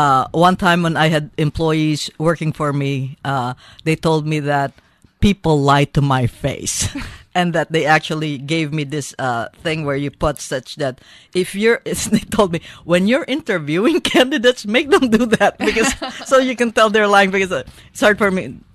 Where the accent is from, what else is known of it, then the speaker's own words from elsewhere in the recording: Philippines; I called the Philippines my home country.